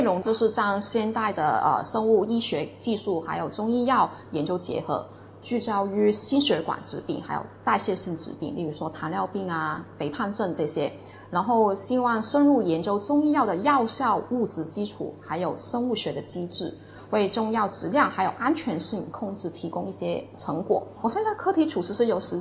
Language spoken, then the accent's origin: Chinese; Macau; 是澳门人